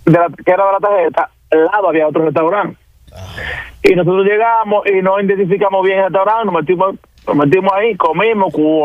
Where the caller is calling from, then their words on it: Boston, Massachusetts, United States; yo vivo en Boston